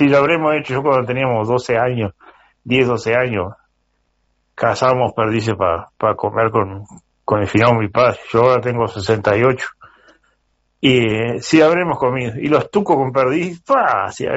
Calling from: Paysandú, Uruguay; de Paysandú.

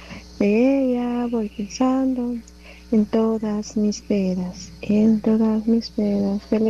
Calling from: Escuintla, Guatemala; soy de aquí de Escuintla.

